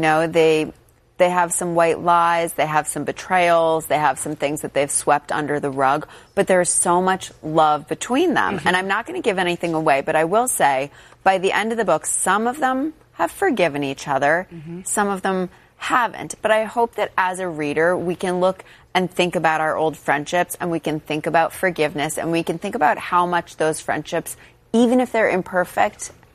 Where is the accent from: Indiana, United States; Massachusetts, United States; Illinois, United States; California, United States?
Massachusetts, United States; Ipswich; So I grew up in New England in a tiny little beach town called Ipswich, and it was the home of the famous American writer John Updike.